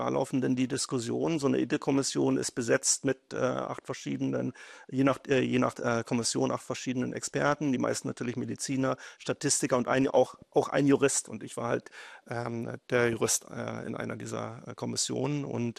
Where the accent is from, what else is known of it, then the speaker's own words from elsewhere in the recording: Salzwedel, Saxony-Anhalt, Germany; Das ist meine Heimatstadt. Also ich wurde hier geboren in der Goethestraße, in das so ein rotes Backsteinhaus mit so einer eingravierten Sonne in der Front.